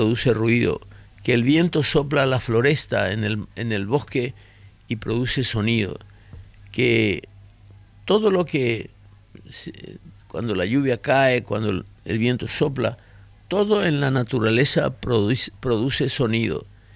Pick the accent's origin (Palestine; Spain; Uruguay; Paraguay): Paraguay; como paraguayos, como habitantes de esta tierra.